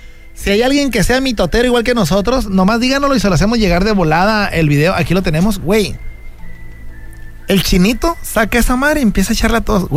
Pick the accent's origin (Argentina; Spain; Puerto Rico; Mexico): Mexico; Nosotros como mexicanos